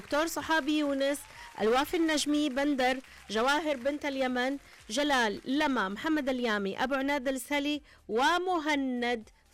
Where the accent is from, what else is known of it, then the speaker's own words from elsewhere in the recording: Al-Qassim, Saudi Arabia; وأيضا يزرع عندنا في القصيم.